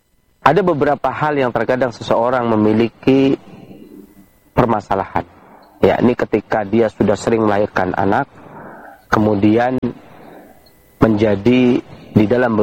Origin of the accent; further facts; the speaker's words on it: Indonesia; negeri kita Indonesia